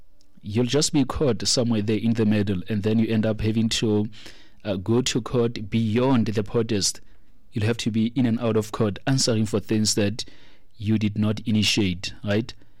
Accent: South Africa

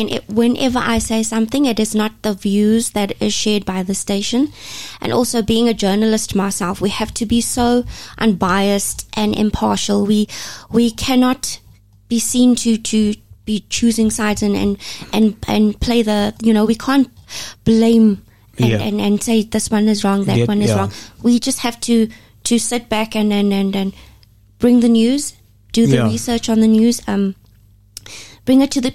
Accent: South Africa; And I'm a South African as well, and I feel for my fellow South Africans

